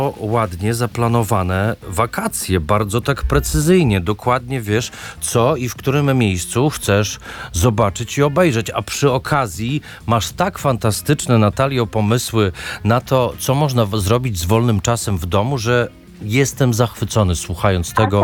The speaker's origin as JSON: {"language": "Polish", "region": "Podlaskie Voivodeship", "country": "Poland", "said": "my z Filipem pochodzimy z Podlasia. Blisko granicy."}